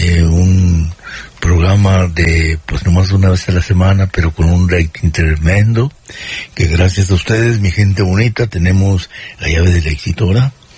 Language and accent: Spanish; Texas, United States; Perrington, Texas, mi pueblo querido